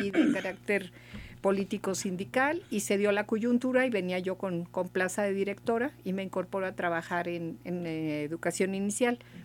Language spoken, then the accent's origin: Spanish; Morelia, Michoacán, Mexico; moved away; Yo soy originaria del estado de Michoacán, nací en Morelia, estudié en la Escuela Normal Urbana Federal de Morelia, la carrera de educadoras.